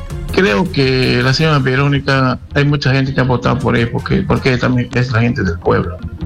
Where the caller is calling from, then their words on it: Lima, Peru; yo acá de San Genaro nomás.